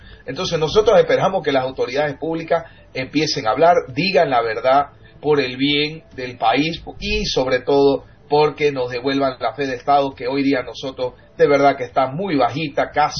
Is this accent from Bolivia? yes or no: yes; Bolivia; nosotros como ciudadanos, como familia boliviana